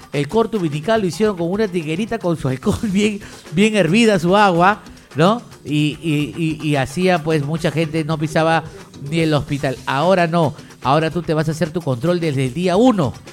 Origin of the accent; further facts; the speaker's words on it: Jesús María, Lima, Peru; yo también nací en Jesús María. Yo soy de Jesús María, o sea que yo también soy Jesús Mariano.